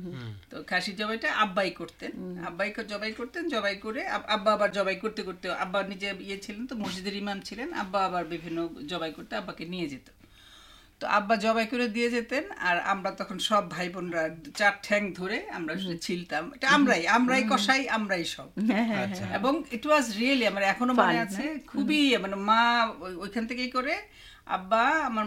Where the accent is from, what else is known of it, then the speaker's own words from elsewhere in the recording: Dhaka, Dhaka Division, Bangladesh; আমাদের পুরনো ঢাকায় আমরা বড় হয়েছি